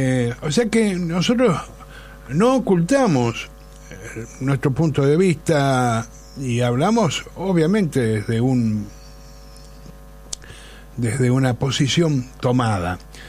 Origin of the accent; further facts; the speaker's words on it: Buenos Aires, Argentina; Yo soy porteño. Yo soy porteño, nacido y criado. Amo profundamente esta ciudad, amo a Buenos Aires porque, bueno, la conozco muy bien, la he recorrido de punta a punta